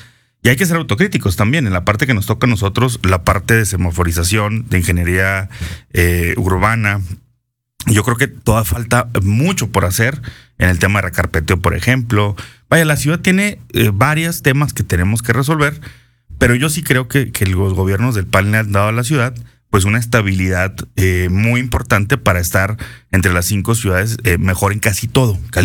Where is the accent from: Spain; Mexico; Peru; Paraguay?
Mexico; Chihuahua; Yo soy de Chihuahua, nacido y creado aquí toda mi vida.